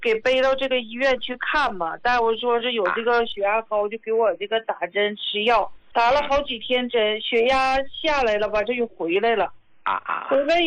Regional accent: Daqing, Heilongjiang, China; 胡老师啊，我是大庆的。

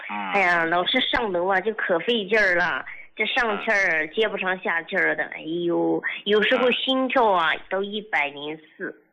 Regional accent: Shenyang, Liaoning, China; 我是来自这个沈阳天溪区的啊，这是四方台镇的一个农民。

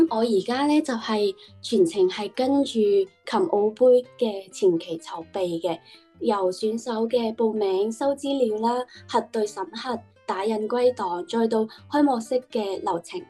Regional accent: Macau; 我来自澳门

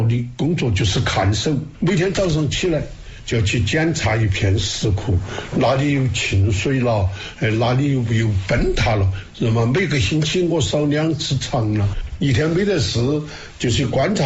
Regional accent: Sichuan, China; 你们叫热闹，我们四川人叫闹热。

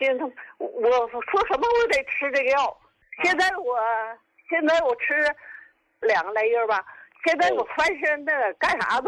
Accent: Qinhuangdao, Hebei, China; 秦皇岛的。

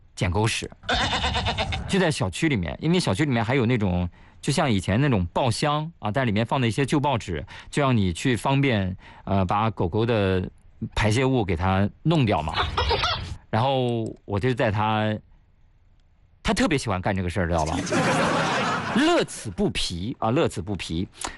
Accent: Changzhi, Shanxi, China; moved away; 我老家山西长治的马拉松。哎，因为那个地方不大嘛

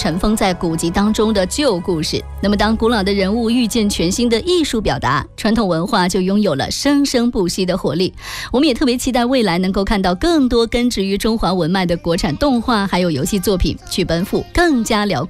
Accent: China; 我们中国人心底对于正义忠义人心的向往始终不曾改变。

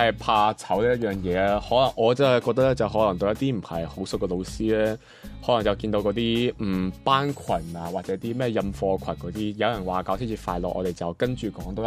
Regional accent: Macau; moved away as an adult; 跟住我有时翻澳门，我都会特登行翻我嗰个 我母校，我高中嗰度

